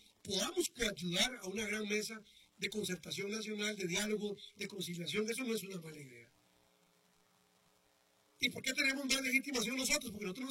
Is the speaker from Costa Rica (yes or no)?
yes; Costa Rica; Yo en estos momentos soy un costarricense